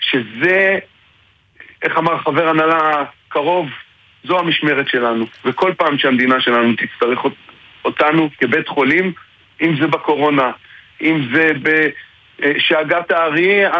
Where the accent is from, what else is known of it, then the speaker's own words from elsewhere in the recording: Tel Aviv, Tel Aviv District, Israel; moved away as an adult; now in Hila, Israel; אני במקור מהמרכז, אני במקור מתל אביב.